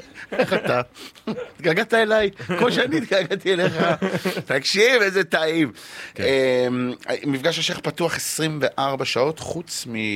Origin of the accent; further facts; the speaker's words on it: Bat Yam, Tel Aviv District, Israel; אני ילד בת ימי, גדלתי בבת ים